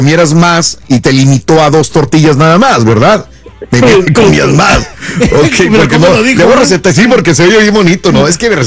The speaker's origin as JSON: {"language": "Spanish", "country": "Mexico", "moved": "yes"}